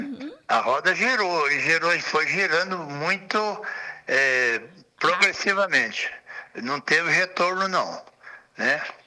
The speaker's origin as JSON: {"language": "Portuguese", "town": "Dores do Indaiá", "region": "Minas Gerais", "country": "Brazil", "tie": "born or raised there", "also_born_or_lived": "Divinópolis", "lives_now": "Belo Horizonte, Brazil", "said": "eu saí de Dores Indaiá com aproximadamente 9 anos e fui para Divinópolis, onde eu saí aos 13 para morar aqui em Belo Horizonte."}